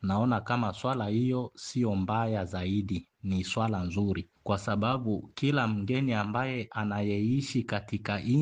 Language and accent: Swahili; DR Congo; now in Bujumbura, Burundi; Mimi ni mkaaji wa Kongo. Nyumbani kwetu ni Kongo, lakini kwa sasa naishi hapa Burundi, Bujumbura.